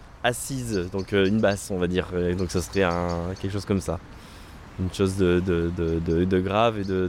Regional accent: Clermont-Ferrand, Auvergne-Rhône-Alpes, France; moi je suis originaire de Clermont-Ferrand.

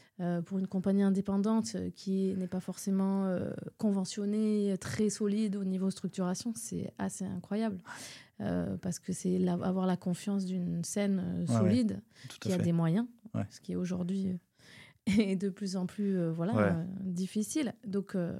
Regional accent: Occitanie, France; je suis originaire d'ici, pas de Rabastens, mais de pas bien loin.

